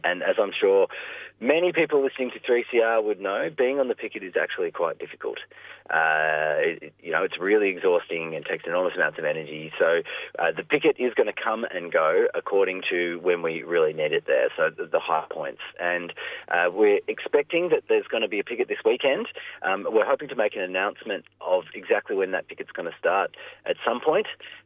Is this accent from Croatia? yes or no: no; New South Wales, Australia; now in Melbourne, Australia; I'm from New South Wales where you can't get Savoys